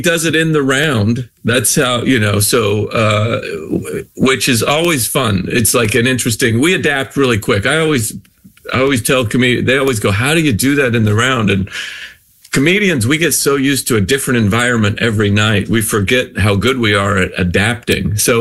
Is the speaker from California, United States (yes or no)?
no; Idaho, United States; Dan is from Northern Idaho. I'm from Southern Idaho.